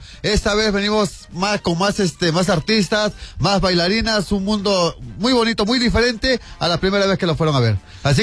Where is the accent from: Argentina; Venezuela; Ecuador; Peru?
Peru; Lima; nosotros somos peruanos, de Lima, Perú